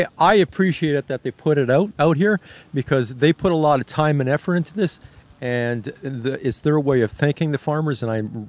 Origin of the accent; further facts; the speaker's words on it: Montreal, Quebec, Canada; now in Winnipeg, Canada; I'm actually from Montreal. I'm ex-military and I retired here in Winnipeg.